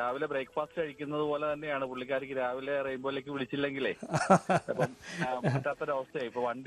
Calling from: Cherthala, Kerala, India; ഞാൻ ചേർത്തലയിൽ നിന്നാണ്.

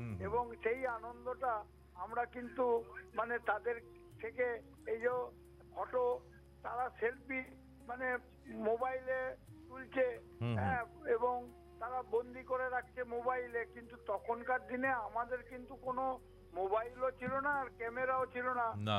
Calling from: Budhpur, West Bengal, India; আমি পশ্চিমবঙ্গের পূর্ব বর্ধমান জেলার বুধপুর থেকে

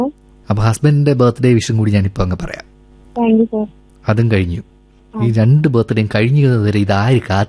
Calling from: Thattayil, Kerala, India; പത്തനംതിട്ട തട്ടയിൽ നിന്നാണ്.

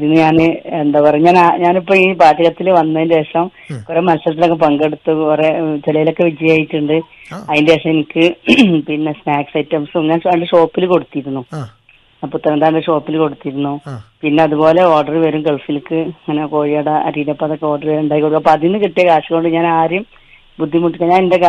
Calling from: Malappuram, Kerala, India; Malappuram.

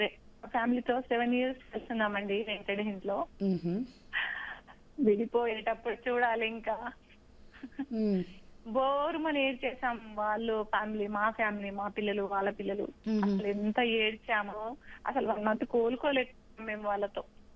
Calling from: Miyapur, Telangana, India; Miyapur.

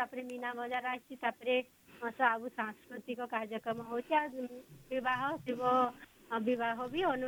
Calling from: Bargarh, Odisha, India

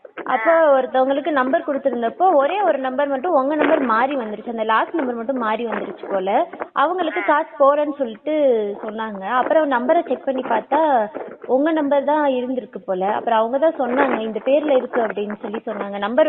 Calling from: Madurai, Tamil Nadu, India; நானாக்கா மதுரையில இருந்து பேசுறேன்க்கா.

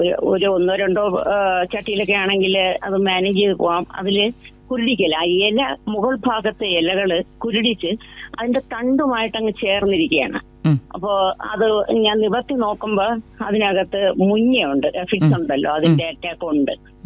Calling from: Ulloor, Kerala, India; ഉള്ളൂരിൽ നിന്നാണ്

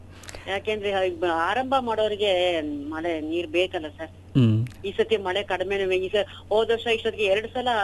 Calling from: Sakleshpur, Karnataka, India; ನಾನು ಸಕಲೇಶ್ಪುರದಿಂದ

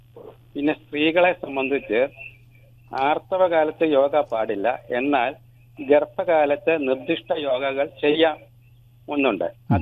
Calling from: Kochi, Kerala, India; പാലാരിവട്ടത്തു നിന്നാണ്.

